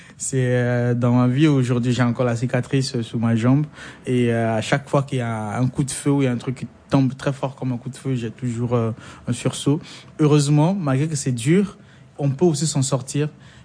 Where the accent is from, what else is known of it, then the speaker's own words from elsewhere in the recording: Central African Republic; C'est en Centrafrique que j'ai grandi, c'est en Centrafrique que j'ai mes amis, c'est là que j'ai fait mes études.